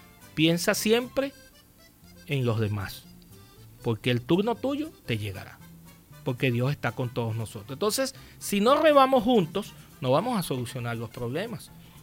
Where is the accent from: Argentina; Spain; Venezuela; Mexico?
Venezuela